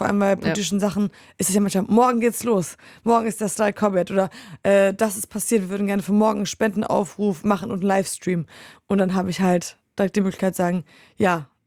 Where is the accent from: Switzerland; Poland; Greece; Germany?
Poland; born there; moved away; ich habe relativ wenig Akzent, dadurch, dass ich da groß geworden bin